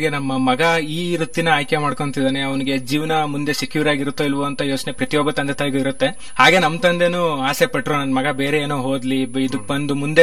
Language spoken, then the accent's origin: Kannada; Holehonnur, Karnataka, India; ನಂದು ಹುಟ್ಟೂರು ಬಂದು ಹೊಳೆಹೊನ್ನಪುರ.